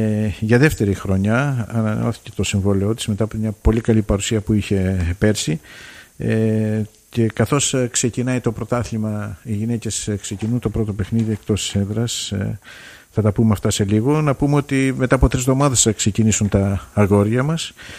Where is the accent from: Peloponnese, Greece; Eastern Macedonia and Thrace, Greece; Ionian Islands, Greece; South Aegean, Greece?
Eastern Macedonia and Thrace, Greece; Alexandroupoli; μετά εκεί προς την πατρίδα μου θα κινηθεί, στον Άθλαπο πάνω στην Ορεστιάδα και μετά την ιδιαίτερη πατρίδα Αλεξανδρούπολη